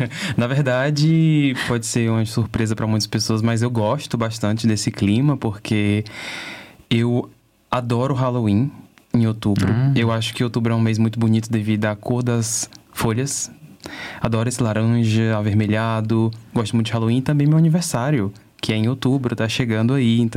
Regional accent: Brazil; Mas como brasileiro, eu acredito que não. Porque eu acho que o verão, pra gente, é um estado de espírito, né?

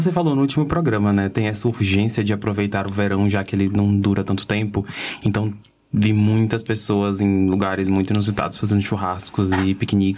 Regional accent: Fortaleza, Ceará, Brazil; now in Germany; Fortaleza, e em Fortaleza a gente tá sempre no verão.

